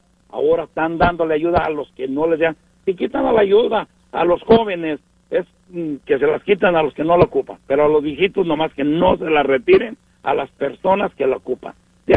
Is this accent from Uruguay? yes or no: no; Mexico; born there; y somos mexicanos, nacimos en México, y yo me siento orgulloso de la herencia que tengo de mis abuelos, bisabuelos y nuestros descendientes anteriores